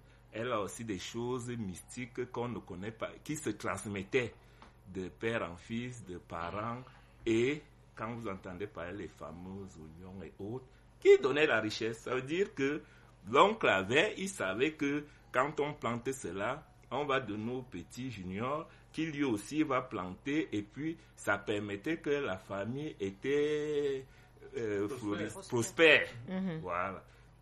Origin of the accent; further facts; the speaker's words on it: Yaoundé, Centre, Cameroon; je suis de Yaoundé, donc où vous voyez le camp Ayaya, c'est là où il y avait nos champs, les champs de Pana.